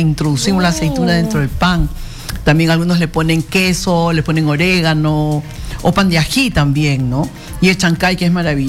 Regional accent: Pisco, Ica, Peru; Yo soy de Pisco, pues.

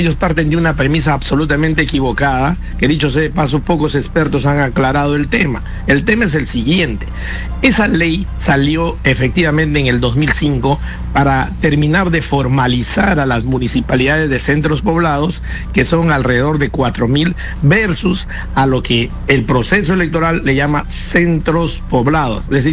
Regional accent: Iquitos, Loreto, Peru; por más que haya querido ir a pasar unos días allá después de visitar mi tierra en Iquitos

